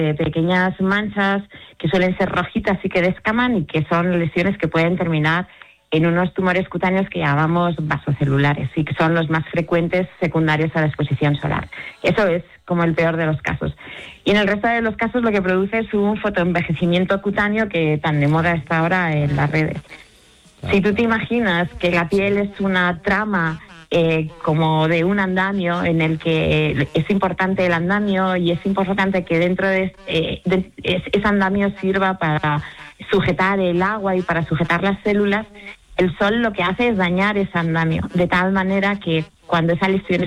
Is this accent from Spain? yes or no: yes; Spain; lo que pasa es que somos españoles, entonces la mañana pues empieza tarde para nosotros